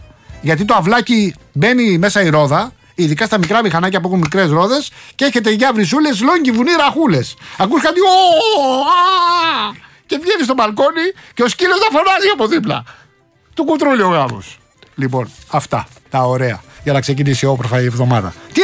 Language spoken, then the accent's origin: Greek; Rafina, Attica, Greece; Καλημέρα στην πατρίδα μου, στη Ραφίνα.